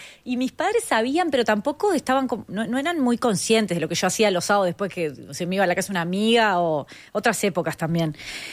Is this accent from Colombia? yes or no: no; Maldonado, Uruguay; born there